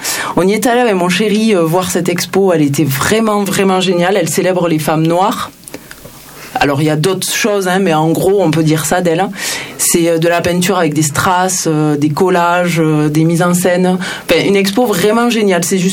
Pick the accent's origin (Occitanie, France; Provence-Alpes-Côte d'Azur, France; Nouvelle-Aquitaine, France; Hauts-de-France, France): Occitanie, France; Toulouse; accent: Toulouse accent; Il se moque, de mon accent. On est à Toulouse